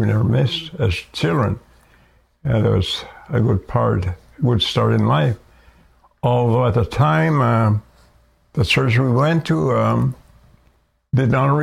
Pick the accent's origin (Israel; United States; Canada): Canada; Goodfish Lake, Alberta; I'm from Goodfish Lake, Alberta. And this is where I was born and raised.